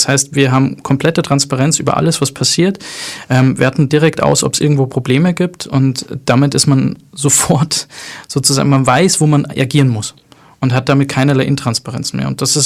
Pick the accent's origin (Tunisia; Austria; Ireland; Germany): Tunisia; Wo kommen Sie denn her? Habe ich halt gesagt, meine Mutter kommt aus Tunesien. Ich bin Tunesier.